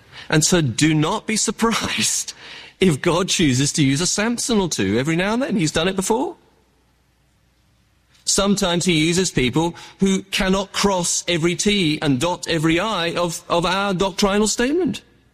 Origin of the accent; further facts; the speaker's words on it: England, United Kingdom; I grew up in the Anglican church. And people there used to say of being in the Anglican church in England